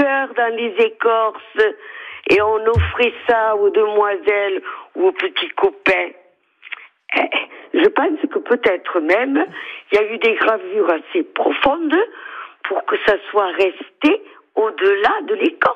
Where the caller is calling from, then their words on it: Céret, Occitanie, France; Eh bien moi je viens des platanes de Céré.